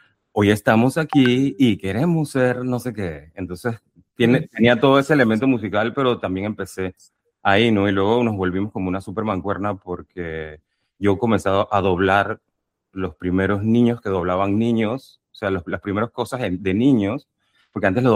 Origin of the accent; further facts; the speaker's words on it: Panama; Yo vengo de Panamá